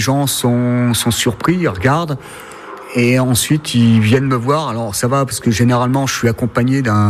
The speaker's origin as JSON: {"language": "French", "country": "France", "said": "Et quand on leur explique que je viens de France, et ils reconnaissent certains pochoirs"}